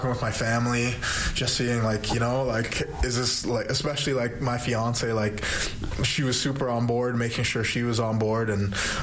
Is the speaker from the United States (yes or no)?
no; Brampton, Ontario, Canada; I got to bring it back to my hometown, and I got to bring it to the city of Brampton, and I got to bring it to my high school and my elementary school